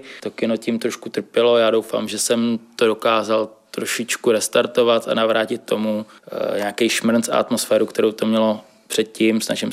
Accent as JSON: {"language": "Czech", "region": "Prague", "country": "Czechia", "tie": "born or raised there", "said": "protože jsem rodák z Modřan"}